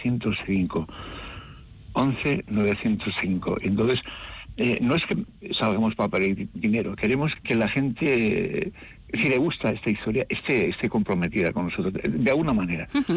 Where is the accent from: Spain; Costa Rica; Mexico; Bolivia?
Spain; Basque Country; El primer vasco que tuvo el premio Roma era de mi pueblo, poco conocido, Germán Landazábal.